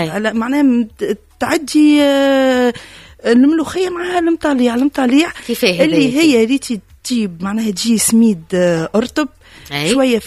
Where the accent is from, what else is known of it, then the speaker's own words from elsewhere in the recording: Tunisia; بالحق محلاها بلادنا تونس